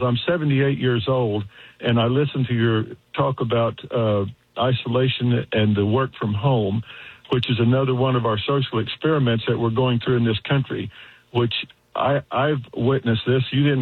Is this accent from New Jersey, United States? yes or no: no; Bartlesville, Oklahoma, United States; in Bartlesville, which is my hometown, best damn town in the country.